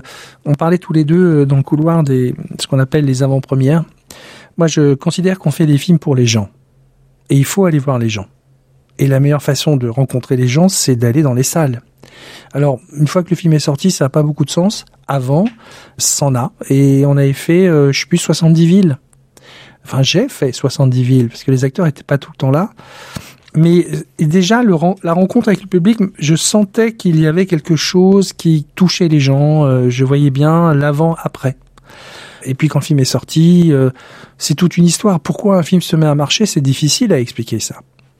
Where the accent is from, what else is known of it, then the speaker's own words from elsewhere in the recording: Hauts-de-France, France; moved away; je viens du Nord-Pas-de-Calais, et dans nos champs, là-haut, il y a des vestiges de 14-18 partout.